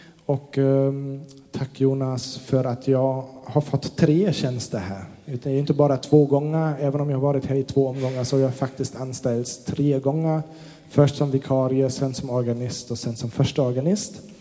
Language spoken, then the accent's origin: Swedish; Germany; Swedish is a second language; now in Sweden